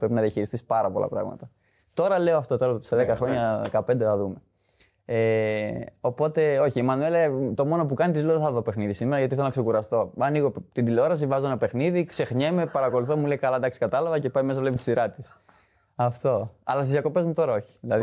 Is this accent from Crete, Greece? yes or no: yes; Heraklion, Crete, Greece; Εγώ δεν έχω μεγαλώσει, δηλαδή από μωράκι εδώ είμαι. Και όταν με ρωτάνε από πού είσαι, εγώ λέω από το Ηράκλειο, από την Κρήτη.